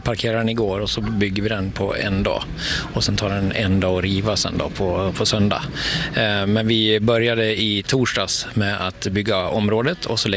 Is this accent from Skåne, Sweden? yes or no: no; Dalarna County, Sweden; jag är från Dalarna.